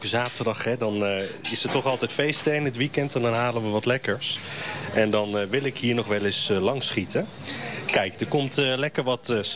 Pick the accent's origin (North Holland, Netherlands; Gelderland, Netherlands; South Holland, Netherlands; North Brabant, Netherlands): South Holland, Netherlands; Honselaarsdijk; Ik kom zelf uit Honselaarsdijk, dus dan weet ik wel een beetje waar de geschiedenis van de slagerijen ligt.